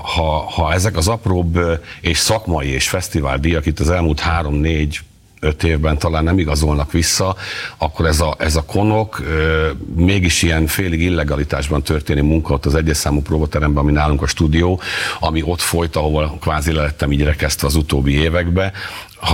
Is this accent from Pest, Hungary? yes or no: no; Debrecen, Hajdú-Bihar, Hungary; én debreceni vagyok